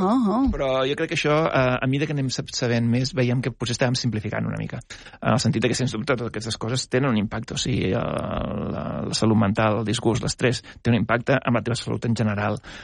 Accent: Blanes, Catalonia, Spain; he crescut a Blanes anant al cinema moltíssim. Tenia un oncle que tenia els cinemes de Blanes

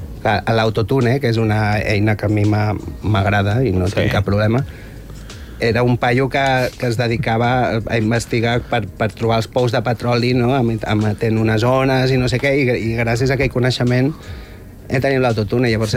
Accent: Sant Celoni, Catalonia, Spain; born there; moved away as an adult; now in Barcelona, Spain; vaig néixer a Barcelona, tot i que els meus pares ja s'havien anat a viure... Els meus pares són de Navarra i van viure a Barcelona uns anys, però quan jo vaig néixer van anar a Sant Celoni, però jo vaig néixer a un hospital de Barcelona

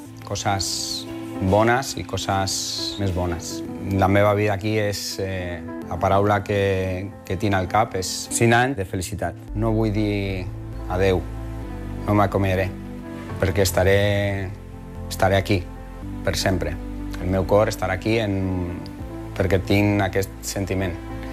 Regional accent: Girona, Catalonia, Spain; Primer a la província, perquè sóc un gironí més.

